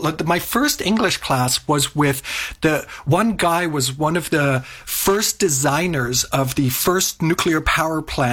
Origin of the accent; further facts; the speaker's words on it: Toronto, Ontario, Canada; moved away as an adult; also born or lived in Germany; And then I grew up in Toronto for the next 15 years. And then I finished university and I was, I needed to take a break.